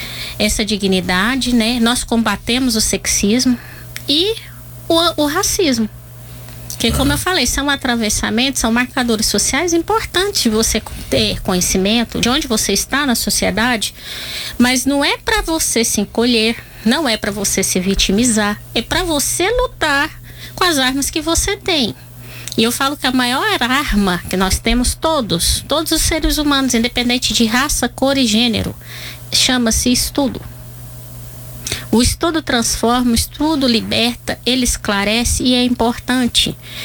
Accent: Anápolis, Goiás, Brazil; minha família veio da roça para a cidade, veio para Anápolis muito tempo atrás. Então eu nasci aqui em Anápolis

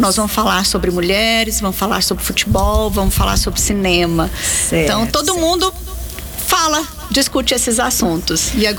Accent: Goiânia, Goiás, Brazil; born there; moved away as an adult; now in Anápolis, Brazil; eu também sou anapolina, acho que somos os três aqui. Sim. Nascemos em Anápolis. Mas eu me mudei para Goiânia quando era criança e retornei para Anápolis quando eu passei no concurso na UEG.

